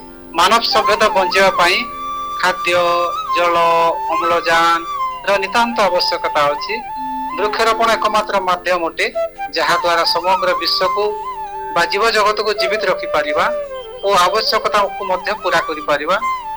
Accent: Gangajal, Odisha, India; ମୋର ଗାଁ ନାଁ ଗଙ୍ଗାଜଲ, ବ୍ଲକ କୁତ୍ରା, ଜିଲ୍ଲା ସୁନ୍ଦରଗଡ଼।

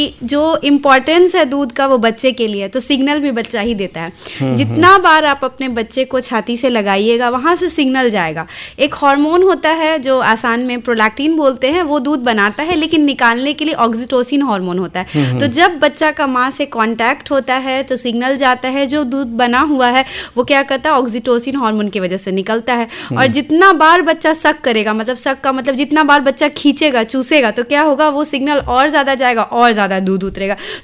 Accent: Darbhanga, Bihar, India; now in Sitamarhi, India; मेरी पढ़ाई लिखाई दरभंगा ही से हुई है।

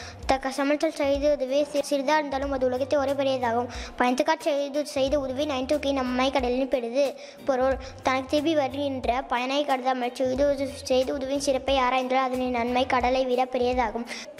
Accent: Palamedu, Tamil Nadu, India

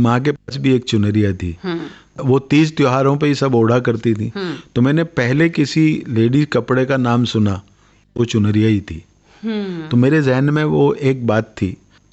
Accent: Haryana, India; देखिए, ये हरियाणा का रहने वाला हूँ।

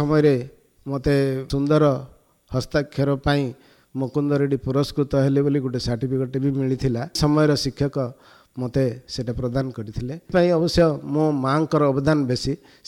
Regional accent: Odisha, India; ଛାତ୍ର ଜୀବନ ମୋର କଳାହାଣ୍ଡିର ଅନେକ ଗୁଡ଼ିଏ ଜାଗାରେ, ଯେହେତୁ ବାପା ପୋଲିସ ସର୍ଭିସ କରୁଥିଲେ ସେଥିପାଇଁ କଳାହାଣ୍ଡିର ଶିକରକୁପା, ନର୍ଲା, ପଲ୍ଲମ, କେସିଙ୍ଗା, ଧର୍ମଗଡ଼, ଭବାନୀପାଟଣା ଏଭଳି ଅନେକ ଜାଗାରେ ମୁଁ ପାଠ ପଢ଼ିଛି।

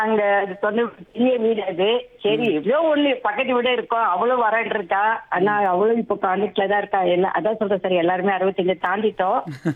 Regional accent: Chennai, Tamil Nadu, India; moved away as an adult; now in Maraimalai Nagar, India; அங்க நான் எங்க சொந்த வீடு விட்டுட்டு இப்படி இங்க வந்துட்டு மறைமலை நகர் வந்துட்டோம். அங்க வந்து ஒரு 45 வருஷம் ஆகுது

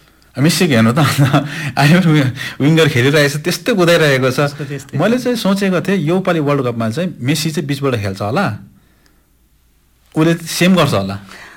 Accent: Kurseong, West Bengal, India; हाम्रो खरसाङको लागि दार्जिलिङमा मात्रै होइन हाम्रो जातिको लागि

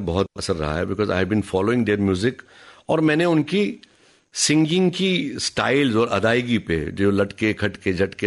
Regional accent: Jammu and Kashmir, India; मैं बोला कश्मीर से आया हूँ।

